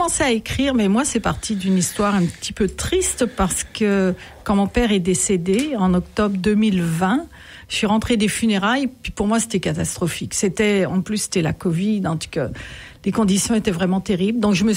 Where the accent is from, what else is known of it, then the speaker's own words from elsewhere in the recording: Grand Est, France; moved away as an adult; now in Longueuil, Canada; Moi, je viens de la Champagne, au-dessus de Reims, oui. Les Ardennes, la région des Ardennes, frontière belge.